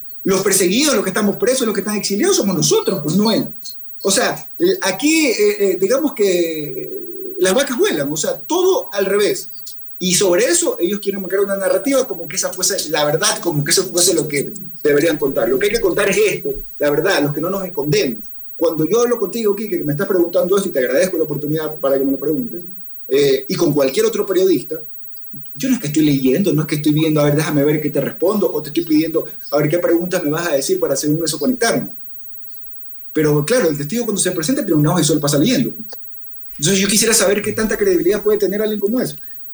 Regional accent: Ecuador; nosotros como ecuatorianos

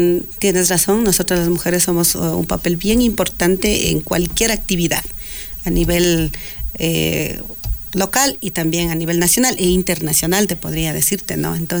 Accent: Ecuador; todos somos ecuatorianos

